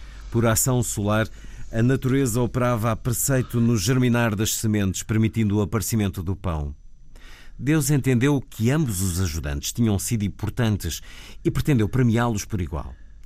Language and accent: Portuguese; Figueira da Foz, Coimbra, Portugal; Escolho uma para ler, recorrendo ao critério da minha cidade natal, é tão válido como qualquer outro. Tem por título O Mar, o Sol e a Pérola, e é uma lenda da Figueira da Foz.